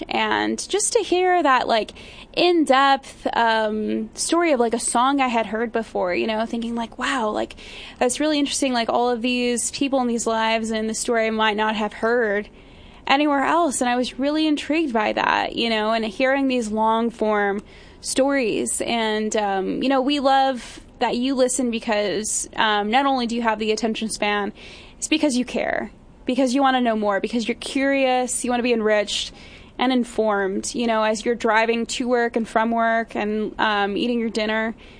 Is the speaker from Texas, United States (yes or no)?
yes; El Paso, Texas, United States; born there; moved away; Yes, I'm from El Paso.